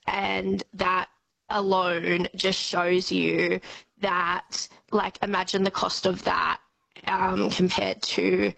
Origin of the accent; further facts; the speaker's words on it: Sydney, New South Wales, Australia; I grew up in Sydney